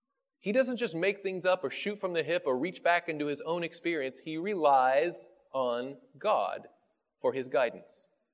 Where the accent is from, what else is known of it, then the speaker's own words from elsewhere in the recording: the South, United States; Now again, I grew up in the South, and we have a saying that something as fast or as quick as greased lightning.